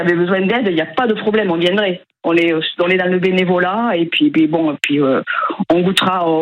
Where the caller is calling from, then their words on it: Fronsac, Occitanie, France; j'habite à Fronsac, c'est les Pyrénées centrales, à côté de entre Saint-Gaudens et Saint-Béat.